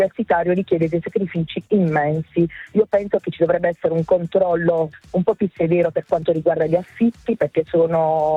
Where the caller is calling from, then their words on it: Locorotondo, Apulia, Italy; sono di Loco Rotondo.